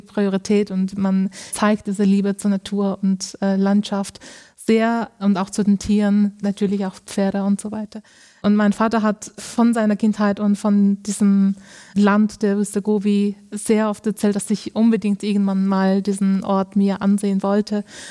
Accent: Ulaanbaatar, Mongolia; moved away as an adult; Und ich bin in der Hauptstadt Mongolei geboren und dort auch 20 Jahre gelebt.

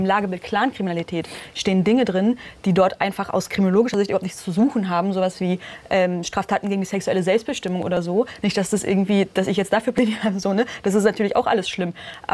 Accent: Berlin, Germany; Und das möchte ich auch als Berlinerin wirklich auch wissen.

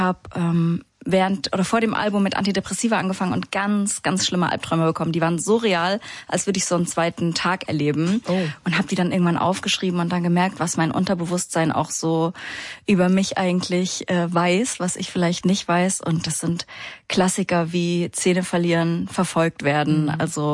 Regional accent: Leipzig, Saxony, Germany; Wir kommen aus Leipzig, habe viel so Liedermacher-Zeug in meiner Jugend gehört.

